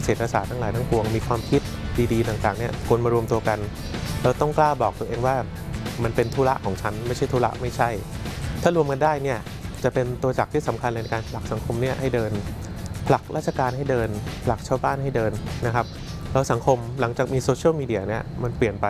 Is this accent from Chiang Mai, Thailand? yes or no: no; Bangkok, Thailand